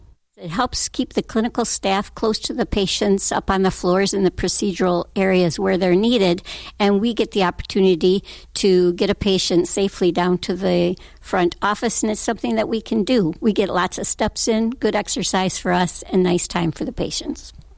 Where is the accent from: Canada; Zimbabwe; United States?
United States; Traverse City, Michigan; I'm from Traverse City, Michigan, and I'm a volunteer for Munson Healthcare here at Munson Medical Center in Traverse City.